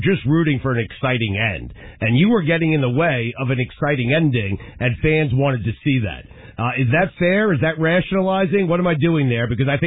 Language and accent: English; Long Island, New York, United States; I'm from Long Island.